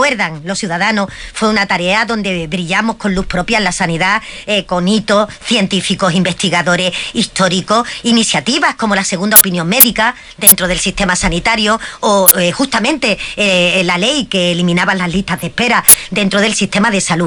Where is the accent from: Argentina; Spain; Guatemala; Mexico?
Spain; Andalusia; Porque la visión del sur que traemos las personas que somos de Andalucía, igual que otros compañeros la traen de otras partes del territorio, enriquece, ¿no?, este debate.